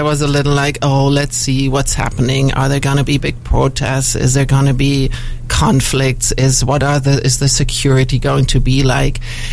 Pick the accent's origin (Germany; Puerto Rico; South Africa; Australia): Germany; English is a second language; moved away as an adult; now in Los Angeles, United States; I'm from Germany. We are soccer fans.